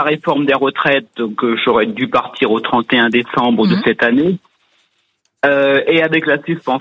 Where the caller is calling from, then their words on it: Beaufort-en-Vallée, Pays de la Loire, France; Beaufort-en-Vallée dans le Maine-et-Loire